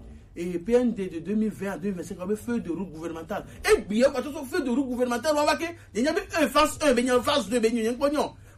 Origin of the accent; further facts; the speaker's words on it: Togo; je suis togolais